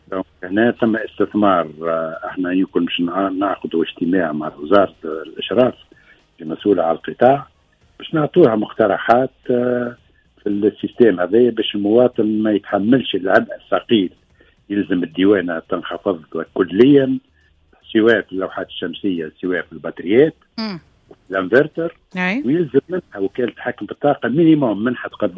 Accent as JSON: {"language": "Arabic", "country": "Tunisia", "said": "عندنا في تونس"}